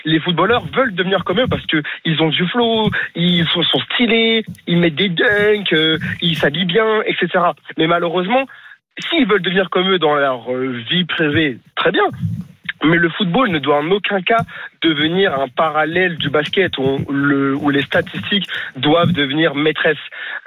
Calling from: Enghien-les-Bains, Île-de-France, France; De Enghien-les-Bains.

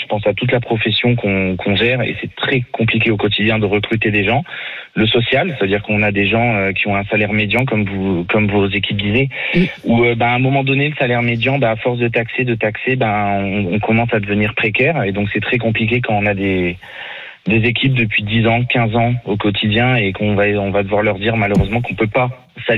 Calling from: Troyes, Grand Est, France; j'habite à Troyes, mais mes grands-parents et mes parents sont dans le fin fond de la Haute-Marne

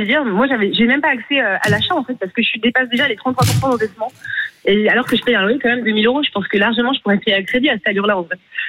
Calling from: Paris, Île-de-France, France; J'habite à Paris, je vis dans un HLM

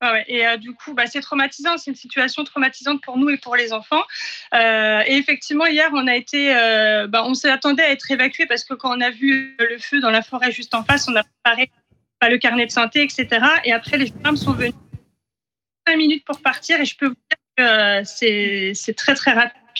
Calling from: Biscarrosse, Nouvelle-Aquitaine, France; moi, je suis à Biscarrosse.

